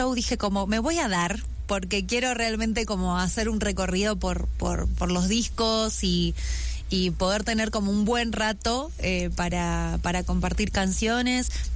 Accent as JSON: {"language": "Spanish", "region": "Buenos Aires", "country": "Argentina", "lives_now": "Mexico", "said": "Sí, siendo de Argentina. Realmente yo me siento muy agradecida con este país por todo lo que me ha dado, o sea, todo lo que me ha dado con mi música, y realmente yo siento que en mi forma de hacer canciones convive mucho como toda mi vida en Buenos Aires, mi familia"}